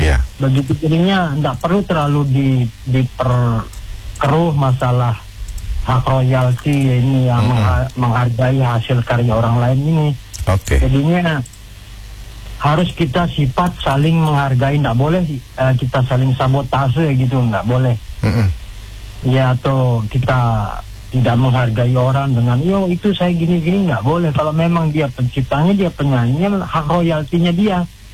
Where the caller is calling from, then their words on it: Mataram, West Nusa Tenggara, Indonesia; salam hormat saya … di Kota Mataram